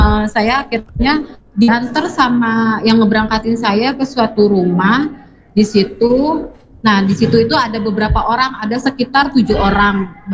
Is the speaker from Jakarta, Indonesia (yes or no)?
yes; Jakarta, Indonesia; now in Bogor, Indonesia; Saya ini asal Jakarta, domisilinya daerah Citayam Bogor.